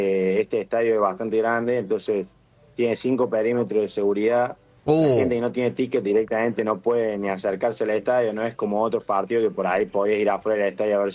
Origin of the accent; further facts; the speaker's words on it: Argentina; Así somos nosotros y así somos los argentinos.